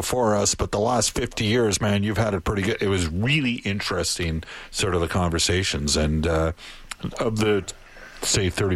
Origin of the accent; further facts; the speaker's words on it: Alberta, Canada; Well, I'm from Alberta, but my family's now from Vancouver, so we have a little bit different perspective on things, don't we?